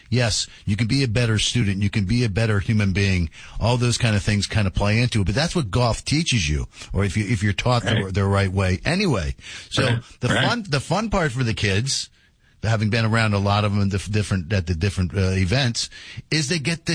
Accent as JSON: {"language": "English", "town": "Washington", "region": "District of Columbia", "country": "United States", "tie": "born or raised there", "said": "My hometown is Washington D.C., which has so it's the city of Washington, which is not a state"}